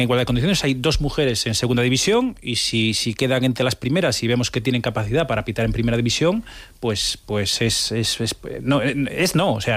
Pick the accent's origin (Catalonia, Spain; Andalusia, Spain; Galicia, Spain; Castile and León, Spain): Galicia, Spain; Vigo; Si soy de Vigo